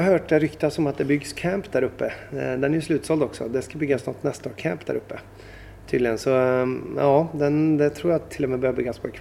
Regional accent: Falköping, Västra Götaland County, Sweden; born or raised there; moved away

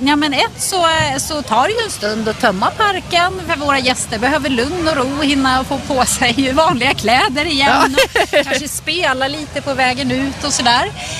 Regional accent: east coast, Sweden; now in Västergötland, Sweden; då ska jag åka till östkusten där jag kommer ifrån. Jag är inte från Västergötland

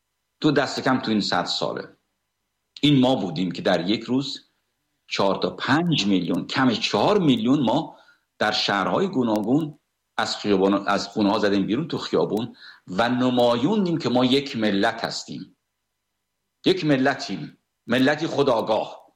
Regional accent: Iran; moved away; در بیرون از ایران ما یک ملت هستیم، یک کشور بزرگی هستیم

